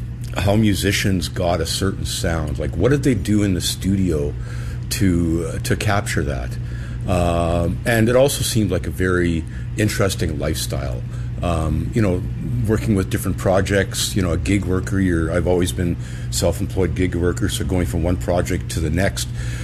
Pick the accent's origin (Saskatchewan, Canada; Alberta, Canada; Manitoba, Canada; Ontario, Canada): Manitoba, Canada; Plum Coulee; moved away; I have a great memories of being in Plum Cooley growing up here. My dad had the Massey Ferguson dealership